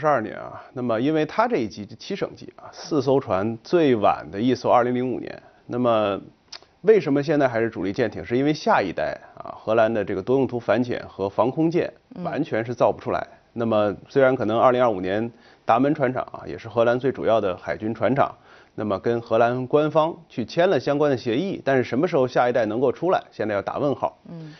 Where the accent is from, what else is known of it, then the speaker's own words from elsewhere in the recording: China; 我们中国人讲的是己所不欲，勿施于人。